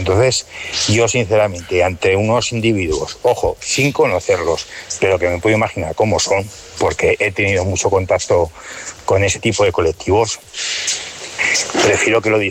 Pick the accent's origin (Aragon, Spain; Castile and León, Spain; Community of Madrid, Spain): Aragon, Spain; Zaragoza; yo no soy de Torreo, pero he vivido toda la vida en las terrazas de Cuyar, en San José.